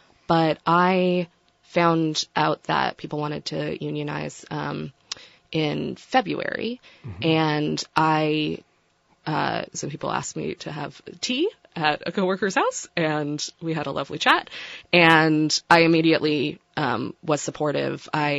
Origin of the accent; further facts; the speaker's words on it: Newfoundland and Labrador, Canada; I was born in Newfoundland, Canada, born and raised in Canada. My mom's American, though.